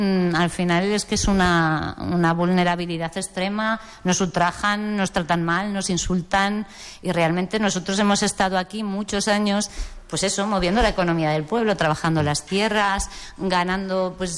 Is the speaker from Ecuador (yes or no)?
no; Gea de Albarracín, Aragon, Spain; Yo, por ejemplo, que soy de Gea y he vivido en Gea en mi infancia